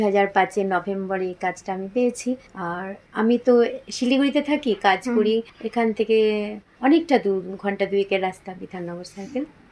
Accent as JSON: {"language": "Bangla", "town": "Cooch Behar", "region": "West Bengal", "country": "India", "tie": "born or raised there", "said": "তারপর স্কুলে বড় হলাম, ওখানেও সবারই খুব কাছে ছিলাম, ভীষণ আদর যত্নে বড় হয়েছি NLC school for the blind কুচবিহারে, ওখানে তো পড়াশোনা করলাম"}